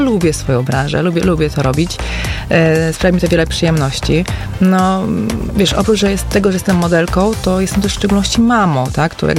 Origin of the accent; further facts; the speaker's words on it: Augustów, Podlaskie Voivodeship, Poland; now in Iława, Poland; ja nie jestem rodowitą iławianką.